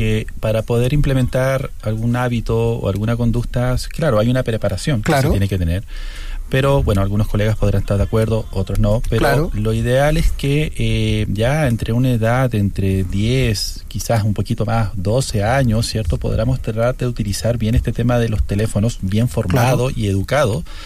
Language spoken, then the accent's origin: Spanish; Chile; niños que somos chilenos